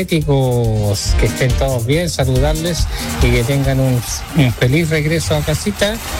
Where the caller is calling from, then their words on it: Chile; Buenas tardes por acá, por este sector de San Pedro Viejo.